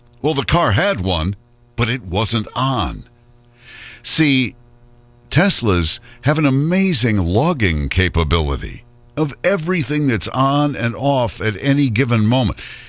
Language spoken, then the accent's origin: English; Hawaii, United States; we're from Hawaii